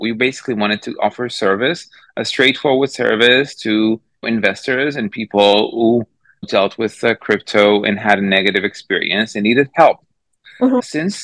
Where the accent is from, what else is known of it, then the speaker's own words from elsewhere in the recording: Israel; also born or lived in New York; now in Tel Aviv, Israel; Basically, I was born here in Israel 44 years ago. I basically lived here until I was 21. After the military service, I basically moved to New York